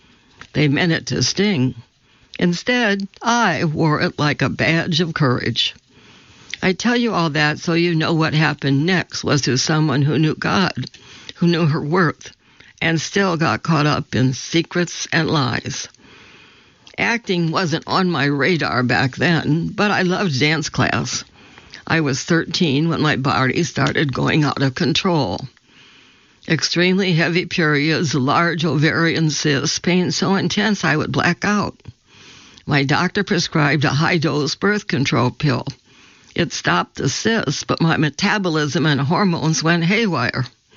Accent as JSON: {"language": "English", "town": "Roanoke", "region": "Virginia", "country": "United States", "tie": "born or raised there"}